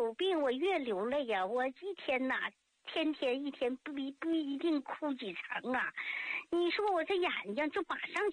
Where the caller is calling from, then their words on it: Tangshan, Hebei, China; 我是唐山的，河北唐山的。